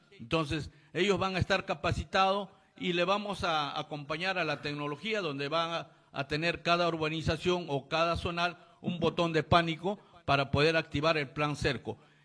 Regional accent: Peru; todos los peruanos

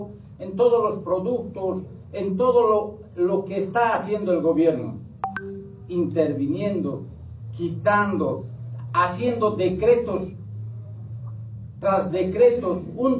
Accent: Bolivia; no podemos seguir manejándonos como bolivianos

